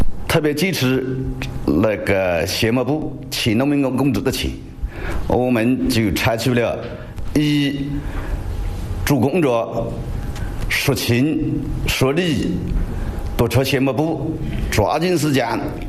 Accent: China; 我们三老铁甲营是土生土长的本地人，

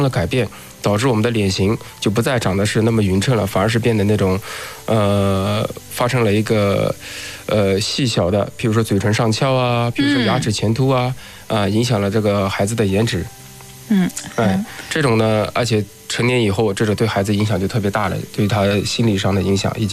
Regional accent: China; 我们中国人嘛，都喜欢樱桃小口，

